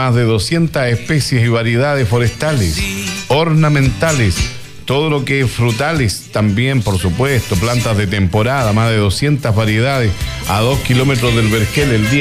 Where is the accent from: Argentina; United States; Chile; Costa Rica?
Chile; Angol, Araucanía; born there; Ay, mi Guacolda querida. Yo nací en Guacolda, nací en La Pampa Ingeniero.